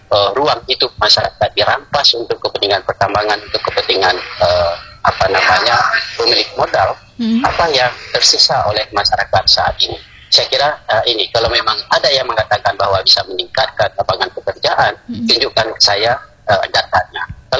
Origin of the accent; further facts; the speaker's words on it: Aceh, Indonesia; kita Aceh ini adalah wilayah agraris